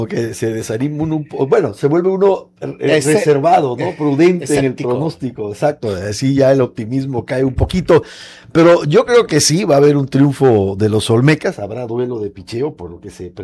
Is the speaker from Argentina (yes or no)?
no; Tabasco, Mexico; Yo soy del mero Acachapan y Colmena, por cierto. Primera sección.